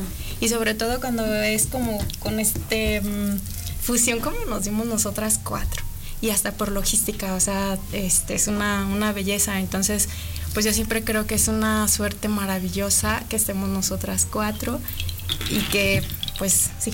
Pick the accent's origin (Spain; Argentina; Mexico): Mexico; Nochistlán, Zacatecas; now in Aguascalientes, Mexico; soy de Nochislán, Zacatecas. Pero ya tengo viviendo en Aguascalientes 31 años, así que ya esta es mi casa.